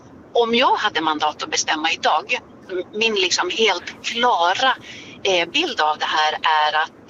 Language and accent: Swedish; Norrland, Sweden; jag är ju uppvuxen uppe i Norrland.